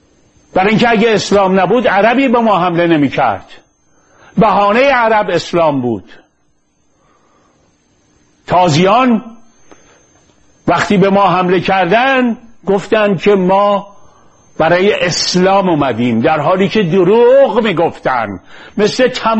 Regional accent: Iran; اون خدا به درد ما ایرونی ها نمیخوره

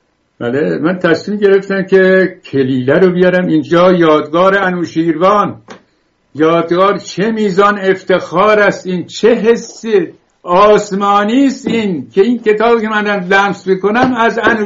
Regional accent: Bakhtiari, Iran; چون من خودم بختیاری هستم

